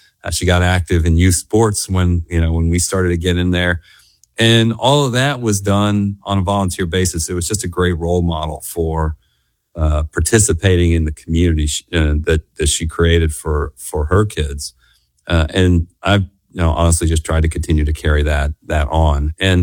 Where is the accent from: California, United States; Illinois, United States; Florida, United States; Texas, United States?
Texas, United States; My mom served on a school board, in the town that I grew up in West Texas.